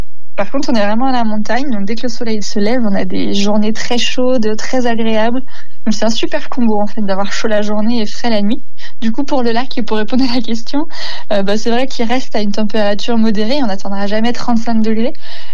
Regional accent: Occitanie, France; il y a très peu de voitures chez nous en Lozère

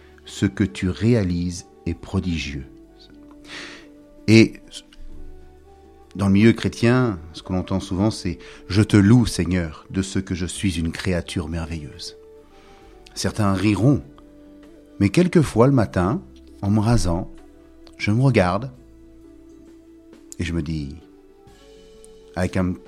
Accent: Normandy, France

